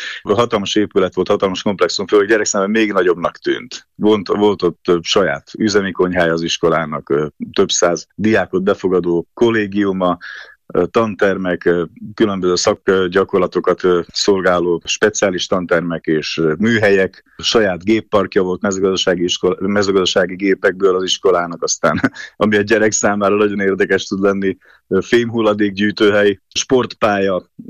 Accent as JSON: {"language": "Hungarian", "town": "Udvard", "region": "Nitra Region", "country": "Slovakia", "tie": "born or raised there", "also_born_or_lived": "Štúrovo (Párkány)", "said": "Én udvardon nevelkedtem, udvardon nőttem fel, de nem mondhatom ezt a szülőfalumnak, hiszen Párkányban születtem."}